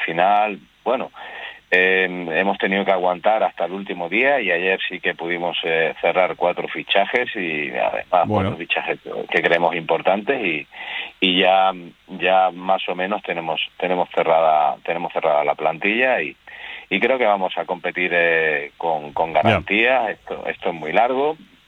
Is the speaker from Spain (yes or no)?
yes; Ceuta, Spain; born there; nos sentimos españoles, hemos nacido aquí, somos españoles y nos sentimos así y ya está